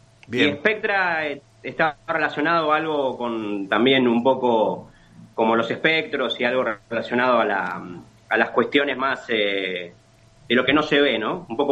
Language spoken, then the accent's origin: Spanish; Buenos Aires Province, Argentina; Y nosotros también somos de Zona Sur, que hemos ido a ver muchas bandas a Temper, que nosotros somos de Seiza.